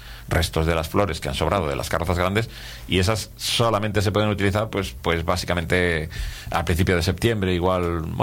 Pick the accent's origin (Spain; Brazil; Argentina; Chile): Spain; y los españoles igual somos un poco más vaguillos en aprender inglés, ¿no?